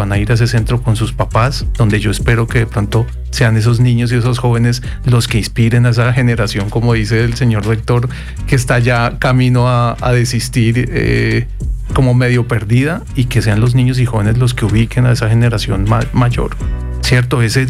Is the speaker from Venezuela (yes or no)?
no; Bogotá, Capital District, Colombia; accent: Bogotá; Yo he tenido la oportunidad de pensar instituciones fuera de Bogotá principalmente, a pesar de que mi acento me delata.